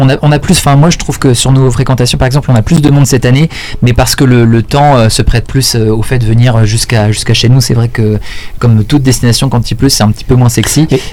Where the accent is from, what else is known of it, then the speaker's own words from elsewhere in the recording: Brittany, France; now in Domfront, France; Non, moi je suis breton, je suis de l'autre côté de la frontière.